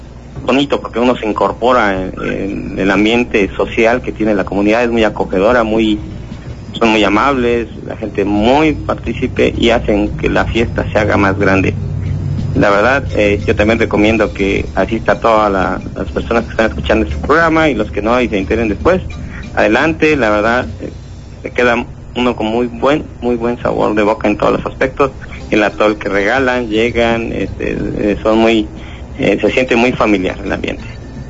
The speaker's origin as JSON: {"language": "Spanish", "town": "Comitán", "region": "Chiapas", "country": "Mexico", "tie": "born or raised there", "said": "Soy originario acá de Comitán"}